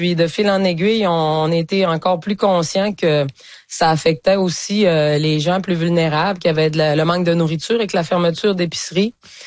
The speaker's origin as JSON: {"language": "French", "town": "La Doré", "region": "Quebec", "country": "Canada", "tie": "born or raised there", "moved": "as an adult", "said": "on a fait un retour en région. Moi, je suis native de la Dorée. Et puis, c'est ça, je suis revenue au printemps 2024."}